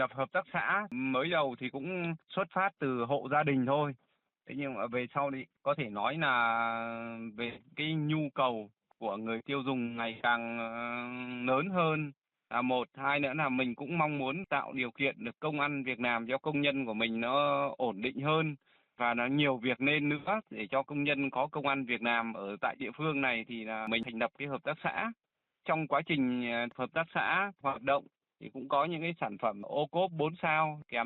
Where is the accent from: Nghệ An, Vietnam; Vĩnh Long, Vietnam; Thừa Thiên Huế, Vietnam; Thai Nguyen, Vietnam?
Thai Nguyen, Vietnam; born or raised there